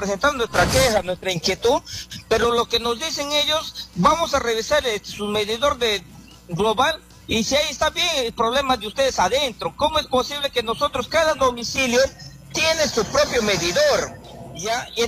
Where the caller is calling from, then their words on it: Loreto, Peru; llamo desde el kilómetro 7, asentamiento humano Flor de María Flor de Colomé.